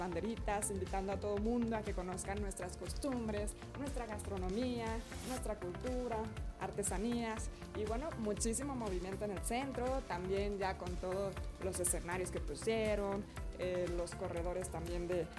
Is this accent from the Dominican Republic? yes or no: no; Mexico; como buenos mexicanos que sabemos hacer de todo una fiesta y una fiesta en grande